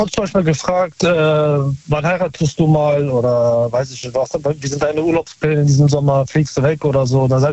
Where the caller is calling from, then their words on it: North Rhine-Westphalia, Germany; Aus Nähe Köln.